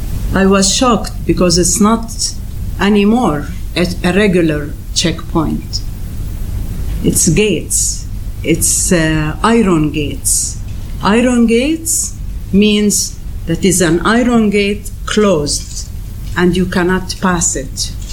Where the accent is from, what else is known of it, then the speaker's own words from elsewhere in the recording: Jaffa, Tel Aviv District, Israel; I originally come from Jaffa. I am a refugee from Jaffa.